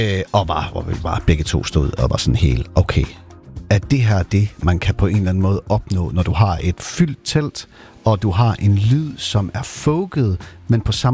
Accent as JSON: {"language": "Danish", "region": "Northwest Jutland", "country": "Denmark", "said": "Nordvestjyder."}